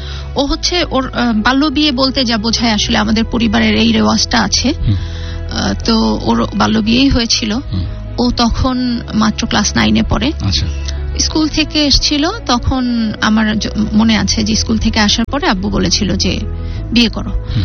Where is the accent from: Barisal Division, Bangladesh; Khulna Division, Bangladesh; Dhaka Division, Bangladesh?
Barisal Division, Bangladesh; Patuakhali; আমার দেশের বাড়ি পটুয়াখালী।